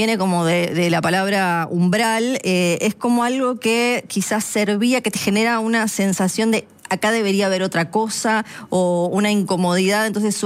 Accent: Tierra del Fuego, Argentina; yo soy de Tierra del Fuego

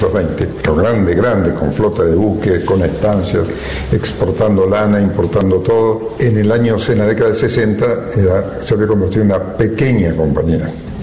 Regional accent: Buenos Aires, Argentina; born there; En realidad yo soy nacido en Buenos Aires.

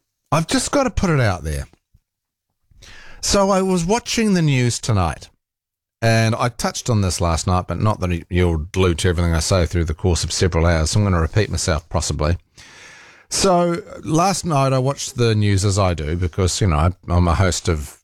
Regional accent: New Zealand; as a New Zealander

